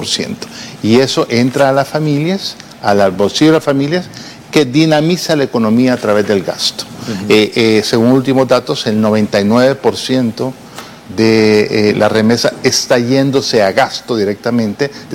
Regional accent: El Salvador; para nosotros como salvadoreños

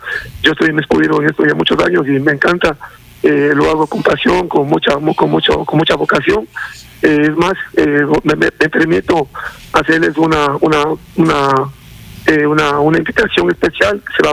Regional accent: Ecuador; para nosotros como ecuatorianos

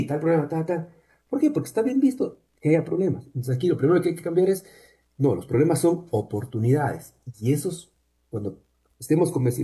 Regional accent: Cuenca, Azuay, Ecuador; estoy yo en este caso, y notarás por mi acento, desde Cuenca he podido trabajar con países de España, Colombia, Israel

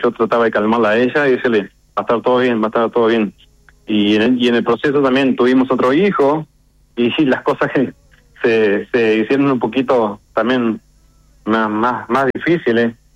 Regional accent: Uruguay; now in Utah, United States; yo siempre digo, soy uruguayo, soy latino, me siento orgulloso de haber traído este reconocimiento a Utah

